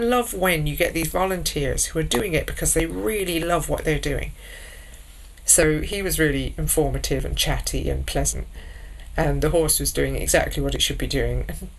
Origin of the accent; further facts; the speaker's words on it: Jamaica; moved away; I grew up in Jamaica, and I had lots of uncles with lots of farms